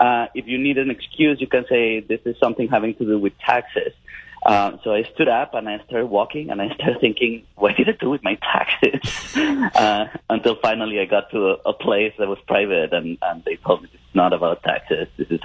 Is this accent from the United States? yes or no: no; Bogotá, Colombia; I'm from Colombia. I grew up in the 1980s and 1990s in a very, very violent country in a very violent city, which was Bogotá.